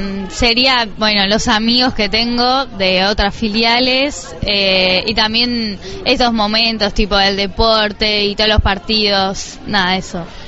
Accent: Buenos Aires, Argentina; soy de Buenos Aires también.

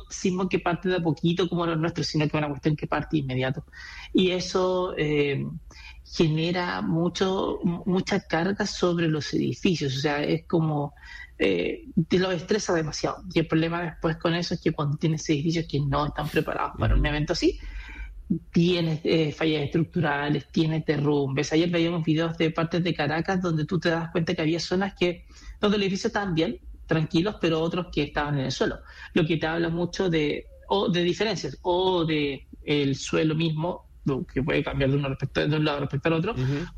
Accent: Chile

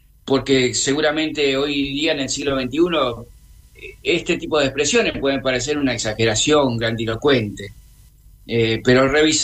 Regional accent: Uruguay; yo si no sería uruguayo, sería argentino

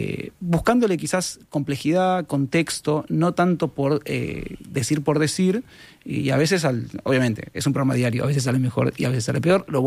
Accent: Buenos Aires, Argentina; moved away as an adult; now in Uruguay

